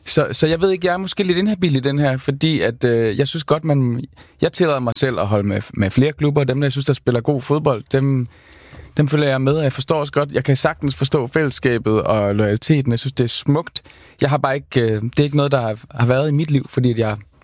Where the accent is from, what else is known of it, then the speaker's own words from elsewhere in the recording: Skive, Central Denmark Region, Denmark; jeg er vokset op i Skive